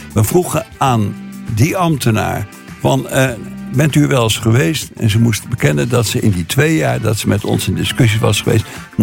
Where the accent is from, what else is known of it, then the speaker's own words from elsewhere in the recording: Leiden, South Holland, Netherlands; moved away as an adult; now in Oegstgeest, Netherlands; Ik woon al bijna 84 jaar in Leiden. Ik ben echt een Leidenaar, al woon ik al 50 jaar in Oegstgeest.